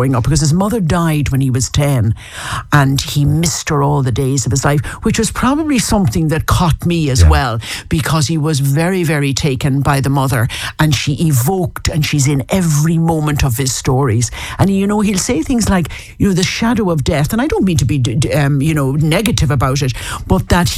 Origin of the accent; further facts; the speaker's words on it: Foxford, Connacht, Ireland; born there; No, I was not. I was born in Foxford in Mayo.